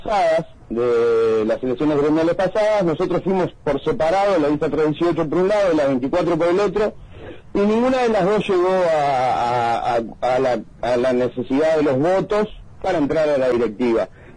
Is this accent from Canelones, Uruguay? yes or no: yes; Pando, Canelones, Uruguay; Yo soy de Pando, por ejemplo